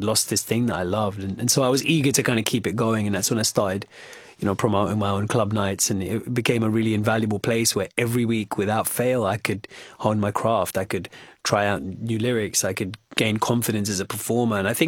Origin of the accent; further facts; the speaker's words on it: Wembley, London, United Kingdom; So I grew up in in the mid-90s in the UK. I grew up in Wembley.